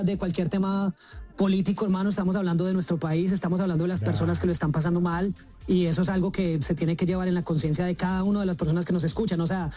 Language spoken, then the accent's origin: Spanish; Colombia; Como buenos colombianos estamos acostumbrados a lucharla.